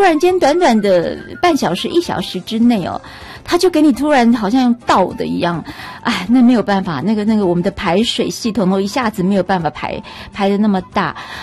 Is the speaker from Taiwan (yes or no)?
yes; Taiwan